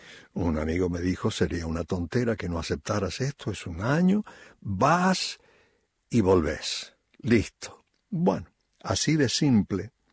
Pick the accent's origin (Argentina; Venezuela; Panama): Argentina; Córdoba; born there; Así que eso fue el origen de por qué nací en Córdoba.